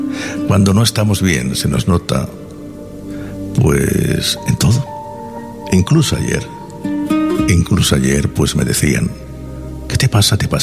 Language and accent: Spanish; Granada, Andalusia, Spain; accent: granadino; los primeros dientes de leche me salieron en Granada, ¿eh? Granada.